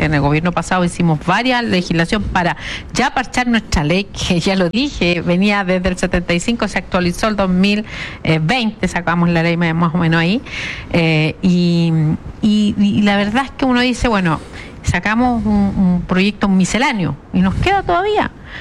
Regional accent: Biobío, Chile; Yo soy de Biobío

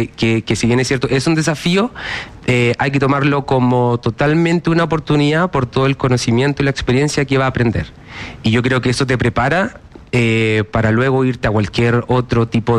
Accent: Concepción, Biobío, Chile; Yo soy de Concepción, de toda la vida.

